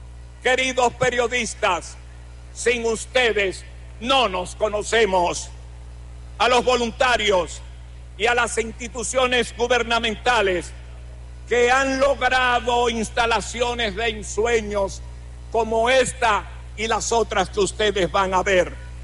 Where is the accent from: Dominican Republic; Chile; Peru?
Dominican Republic; me pongo la ropa de dominicano y quiero dirigirme al pueblo, a mi pueblo.